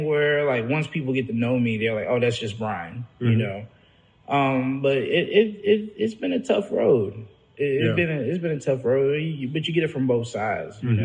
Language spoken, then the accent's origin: English; United States; You know, I'm an American.